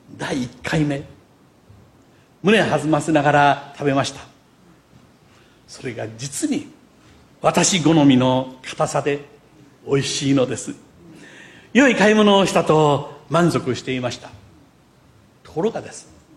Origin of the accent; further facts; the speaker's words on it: Kochi, Japan; 土佐の人間である私、いごっそうの私